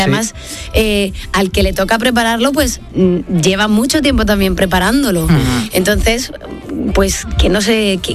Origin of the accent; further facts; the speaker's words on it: Veganzones, Castile and León, Spain; Mi pueblo está en Beganzones.